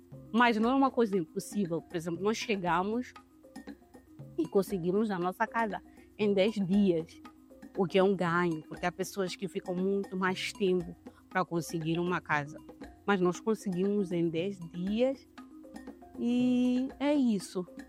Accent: Mozambique; now in France; Então, quando digo sou de Moçambique, sim, Moçambique, onde que é? Eu não conheço. Que língua falam? Então, é interessante ser mulher e ser moçambicana a viver na França por causa disso.

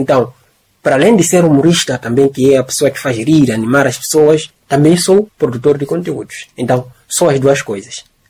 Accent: Chimoio, Manica, Mozambique; also born or lived in Beira, Mozambique; eu nasci na Beira, estou a crescer em Chimoio

